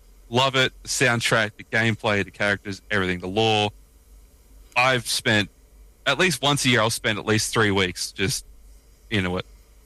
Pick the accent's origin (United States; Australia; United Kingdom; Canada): Australia; accent: Australian; I don't know if we can tell by the accent, I'm Australian.